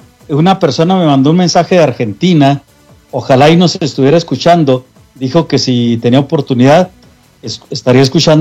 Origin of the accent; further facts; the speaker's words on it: Mexico; moved away; Un día salí de México, pero México nunca salió de mí.